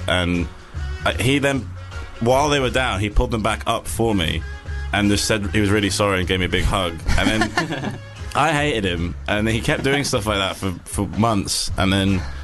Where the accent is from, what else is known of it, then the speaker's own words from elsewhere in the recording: United Kingdom; And we're British and we should be good at queuing.